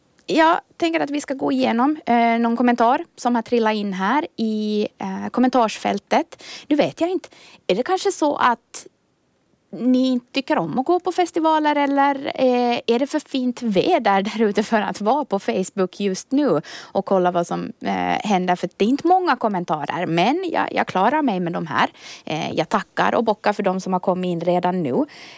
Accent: Ekenäs, Uusimaa, Finland; now in Åland, Finland; Det är då i riket, alltså i mina hemtrakter. Aldrig hört talas om Raseborg Summerfest. Kan det möjligt vara så nu att, hörni, jag har bott på Åland lite för länge

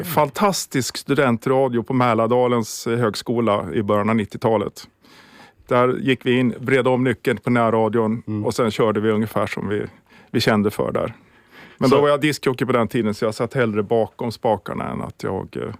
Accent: Sala, Västmanland County, Sweden; also born or lived in Västerås; Jag är född och uppvuxen i Sala. Sen har jag bott i Västerås.

